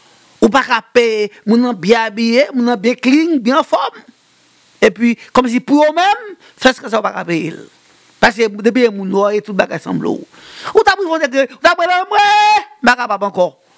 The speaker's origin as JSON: {"language": "French", "country": "Haiti", "said": "Mais nous sommes des Haïtiens, nous sommes Haïtiens."}